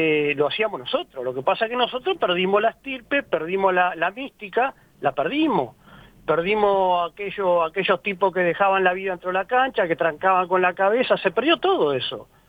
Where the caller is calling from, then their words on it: Uruguay; soy uruguayo